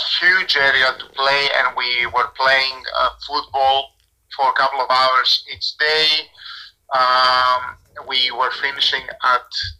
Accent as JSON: {"language": "English", "country": "Greece", "tie": "born or raised there", "moved": "as an adult", "lives_now": "Scotland, United Kingdom", "said": "So I grew up in Greece, and I have been living in Scotland for the last 12 years."}